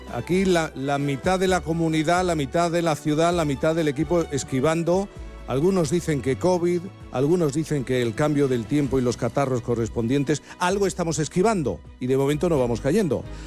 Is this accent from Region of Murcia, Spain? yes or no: no; Jerez de la Frontera, Andalusia, Spain; Eso no cambia, tampoco en mi tierra, por ejemplo, en Jerez.